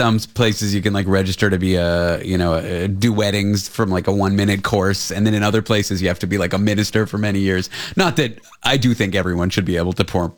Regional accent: Canada; now in United States; yeah, I mean, I'm from Canada. I live in the US.

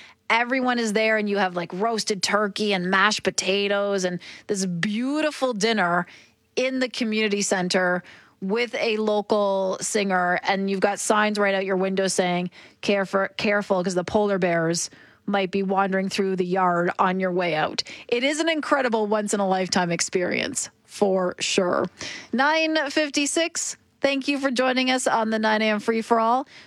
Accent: Ontario, Canada; now in Alberta, Canada; growing up in Ontario, where we used to see bears at the dump bears, and then living here where my house is literally half an hour from Canmore

